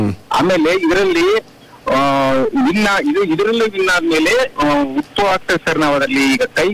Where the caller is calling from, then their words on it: Karnataka, India; ಹೊಸ ಜೋಗದಿಂದ